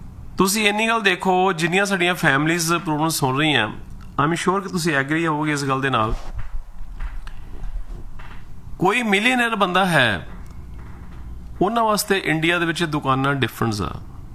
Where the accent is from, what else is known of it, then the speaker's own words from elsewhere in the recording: Punjab, India; moved away as an adult; now in Canada; ਅਸੀਂ ਪੰਜਾਬ ਨੂੰ ਪਿਆਰ ਕਰਦੇ ਹਾਂ, ਪੰਜਾਬ ਨਾਲ ਸਾਡਾ ਪਿਆਰ ਹੈ, ਅਸੀਂ ਉੱਥੇ ਜੰਮੇ ਪਲੇ ਹਾਂ।